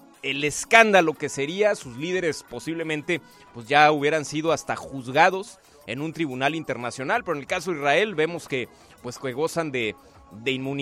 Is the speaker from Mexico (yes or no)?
yes; Mexico